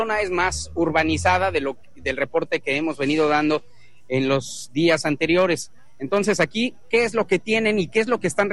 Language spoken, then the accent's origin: Spanish; Mexico; nosotros que somos de México